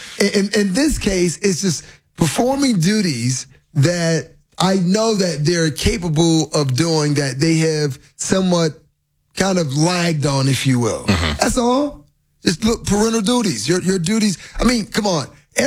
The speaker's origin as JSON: {"language": "English", "town": "Miami", "region": "Florida", "country": "United States", "tie": "born or raised there", "said": "I grew up in Miami."}